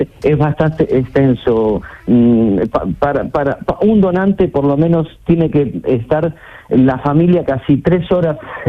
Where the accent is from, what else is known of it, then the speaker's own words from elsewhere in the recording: Argentina; now in Marbella, Spain; No, no soy de Huelva, no soy español, soy argentino, pero llevo viviendo en España desde el año 81.